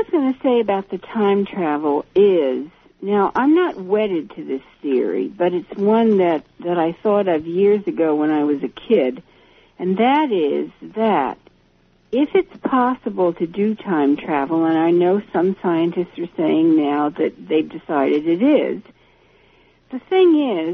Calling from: Maine, United States; because I'm in Maine. I'm stuck in Maine, and I'm almost totally cut off.

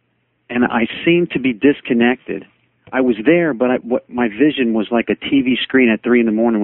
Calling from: West Palm Beach, Florida, United States; West Palm Beach, Florida.

